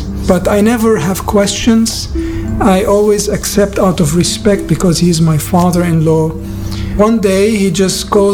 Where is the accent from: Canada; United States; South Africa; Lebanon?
Lebanon; I am from Lebanon. I was born in a traditional Christian home.